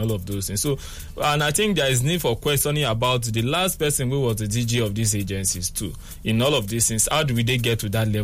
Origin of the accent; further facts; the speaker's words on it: Nigeria; as a Nigerian people.